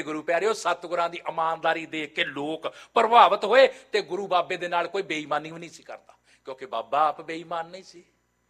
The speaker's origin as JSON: {"language": "Punjabi", "region": "Punjab", "country": "India", "tie": "born or raised there", "said": "ਵੈਸੇ ਮੇਰਾ ਪਿੰਡ ਤੋਂ ਉੱਥੋਂ 5-7-10 ਕਿਲੋਮੀਟਰ ਹੈ, ਮੈਂ ਉੱਥੇ ਬਾਰੇ ਬਹੁਤ ਕੁਝ ਜਾਣਦਾ।"}